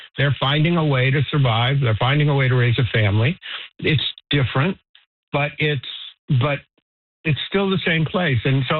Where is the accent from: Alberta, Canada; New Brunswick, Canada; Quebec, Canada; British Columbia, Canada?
New Brunswick, Canada; Grand Manan; also born or lived in Manhattan, United States; But I grew up on Grand Manan and in Manhattan.